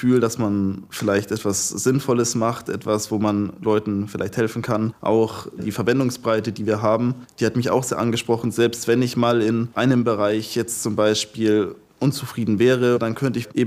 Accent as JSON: {"language": "German", "region": "Bavaria", "country": "Germany", "said": "Ich bin 22 Jahre alt, ich komme hier aus der Fränkischen Schweiz."}